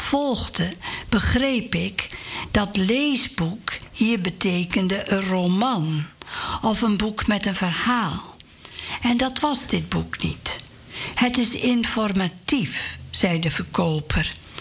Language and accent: Dutch; Netherlands; En dat je dat als Nederlander wegens algeheel gebrek aan subtiliteit niet kon herkennen, laat staan appreciëren.